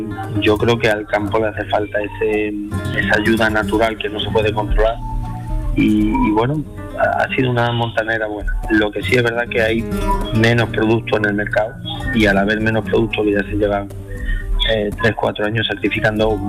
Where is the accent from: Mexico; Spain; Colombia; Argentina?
Spain; Andalusia; Mi pueblo, Puerto Concepción, tiene un colegio con 62 niños. Eso es un súper lujo. Y eso la gente no lo ve. Bueno, un pueblo pequeño, si es que yo en un pueblo pequeño vivo estupendamente bien. No me faltan servicios